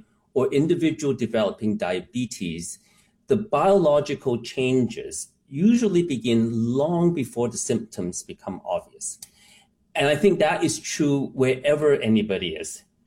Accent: Canada; Now, I am Chinese. I grew up in Canada, but I still had a very tight fundamental understanding with the Tao understanding of traditional Chinese medicines.

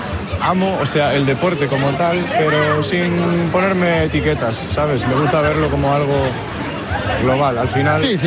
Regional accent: Tui, Galicia, Spain; y al final es mi casa, yo soy de aquí, soy gallego.

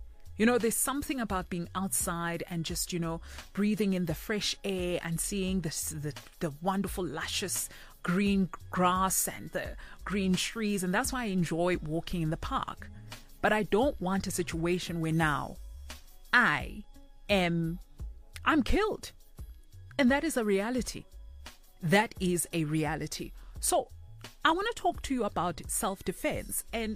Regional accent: South Africa; As South African women, we are in hell.

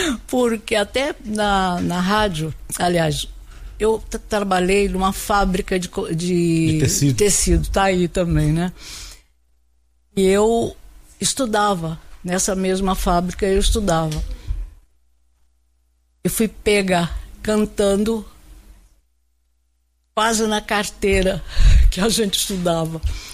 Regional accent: Campos dos Goytacazes, Rio de Janeiro, Brazil; now in São Paulo, Brazil; Sou do estado. Sou carioca de Campos, estado do Rio.

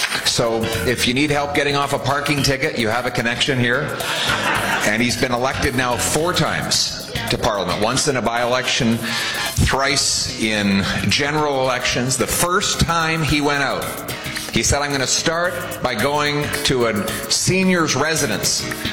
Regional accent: Calgary, Alberta, Canada; moved away; It's wonderful to be back in my home province of Alberta. Born and raised in Calgary

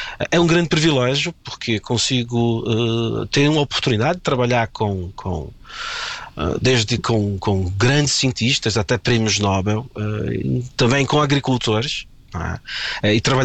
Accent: Brazil; moved away as an adult; now in Portugal; Portugal é minha casa, já é há bastante tempo. O Brasil foi o lugar onde eu nasci e me fez crescer

